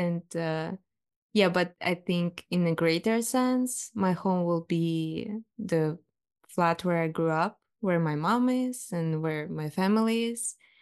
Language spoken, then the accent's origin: English; Kazakhstan; moved away as an adult; I think my hometown will be my main home. And I actually hope to maybe go back and live in Kazakhstan for like an extended period, or move back completely if everything falls into place in the future.